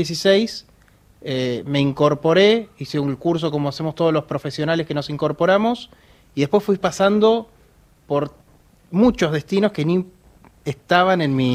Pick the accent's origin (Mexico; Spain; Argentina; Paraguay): Argentina; Buenos Aires; Acá soy porteño.